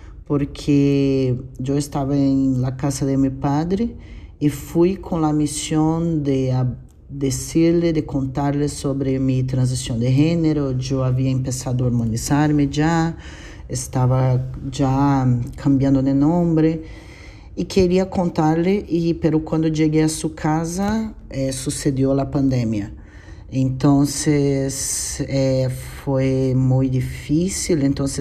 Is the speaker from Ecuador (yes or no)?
no; Brazil; Spanish is a second language; director de la película, soy de Brasil.